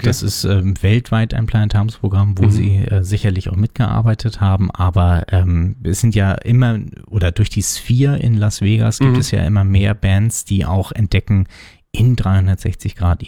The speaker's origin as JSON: {"language": "German", "region": "Berlin", "country": "Germany", "said": "Aber auf jeden Fall, naja, so als Berliner, als Köpenicker."}